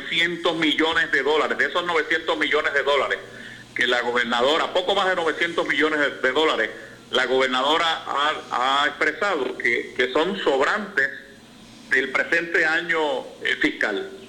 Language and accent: Spanish; Puerto Rico; Yo fui alcalde 24 años y yo tuve que vivir la experiencia del huracán María, que fue el impacto más catastrófico en la historia moderna de mi pueblo y de Puerto Rico.